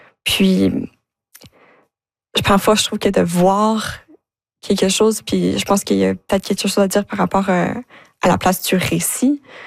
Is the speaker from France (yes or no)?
no; Moncton, New Brunswick, Canada; moi je viens de Moncton, donc on s'entend dans Nouveau-Brunswick, Moncton, c'est quand même une grande ville. Mais je peux dire que moi, grandissant à Moncton, je filais pas comme si c'était une grande ville.